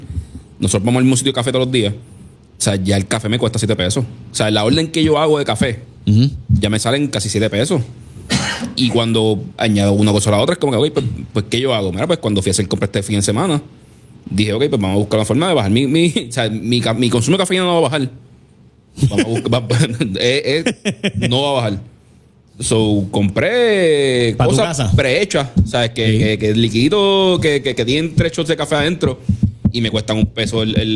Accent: Puerto Rico

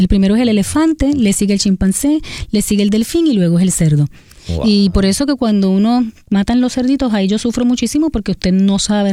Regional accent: Puerto Rico

